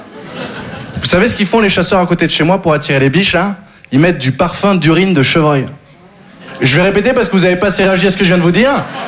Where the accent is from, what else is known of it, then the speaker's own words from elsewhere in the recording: Occitanie, France; Je viens du Sud, j'ai grandi dans le Gard.